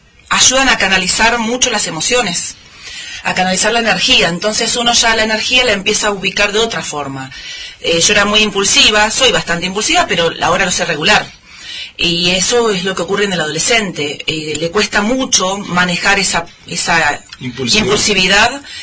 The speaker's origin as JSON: {"language": "Spanish", "region": "Buenos Aires", "country": "Argentina", "moved": "as an adult", "lives_now": "San Rafael, Argentina", "said": "Soy de Buenos Aires, entrené toda mi vida en Capital Federal."}